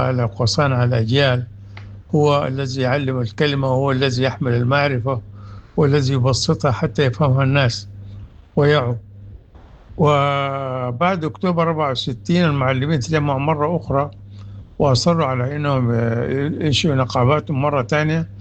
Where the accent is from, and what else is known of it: Sudan